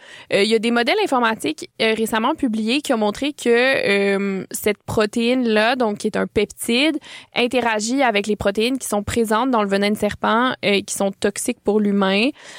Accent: Quebec, Canada; chez nous, au Québec

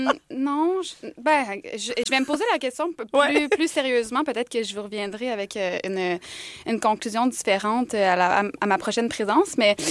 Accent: Montreal, Quebec, Canada; chez nous à Montréal

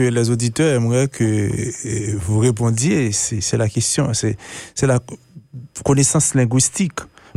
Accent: Haiti; accent: Haitian; l'accent haïtien, vous paraît difficile à comprendre, mon accent?

